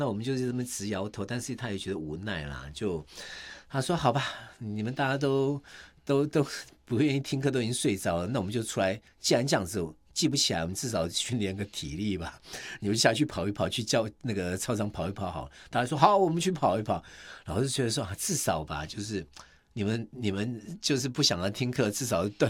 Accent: Taiwan

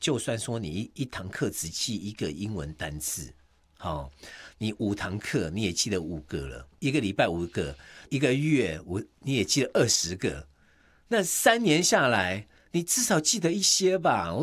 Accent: Taiwan

